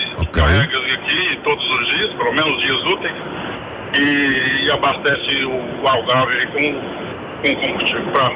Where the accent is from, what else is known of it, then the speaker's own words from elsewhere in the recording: Goiânia, Goiás, Brazil; Eu sou do meio do país, do centro, da região centro, sou de Goiás, Goiânia, a 200 quilômetros da capital, Brasília.